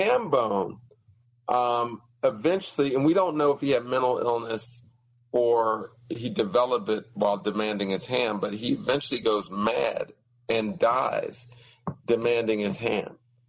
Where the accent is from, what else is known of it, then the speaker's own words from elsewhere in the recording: Pittsburgh, Pennsylvania, United States; I'm originally from Pittsburgh.